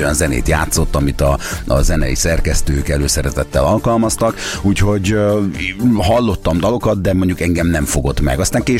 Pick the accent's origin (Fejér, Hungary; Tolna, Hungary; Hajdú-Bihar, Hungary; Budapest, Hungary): Tolna, Hungary; Szekszárd; moved away as an adult; ott születtem, ott is nőttem fel, és 18 éves koromig ott is éltem